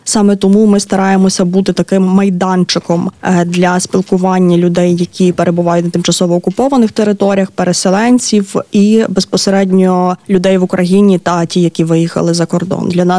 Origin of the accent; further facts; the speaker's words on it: Lviv Oblast, Ukraine; Я родом з Галичини, з Львівської області